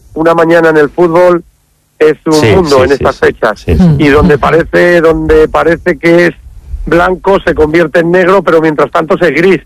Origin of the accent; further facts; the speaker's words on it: Parla, Community of Madrid, Spain; moved away; also born or lived in Burgos; en Parla la primera porque es mi casa, mi barrio, mi gente, donde crecí, donde me formé como persona, con las dificultades que tuve que pasar, tanto económicas como sociales, como del día a día en un barrio muy duro, pero es mi ciudad